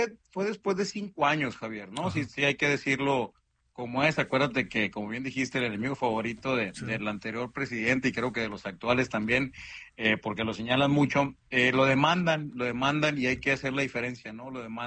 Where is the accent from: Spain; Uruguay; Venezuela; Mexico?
Mexico; nosotros como mexicanos